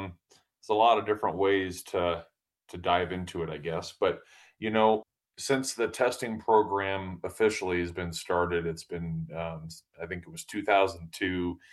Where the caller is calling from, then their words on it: West Yellowstone, Montana, United States; I am zooming in from West Yellowstone, Montana at the Grizzly and Wolf Discovery Center.